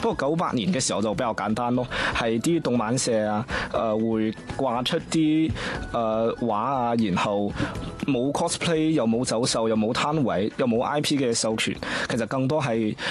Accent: Guangzhou, Guangdong, China

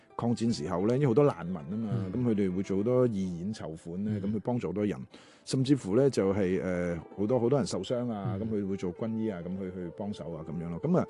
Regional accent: Macau; 因為咧，我本身係雖然澳門人啫，但我好少一直都冇講朱仲文呢個人嘅喺澳門。

